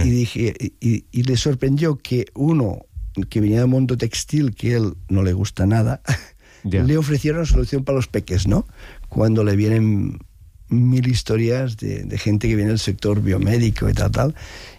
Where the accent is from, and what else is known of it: Arenys de Mar, Catalonia, Spain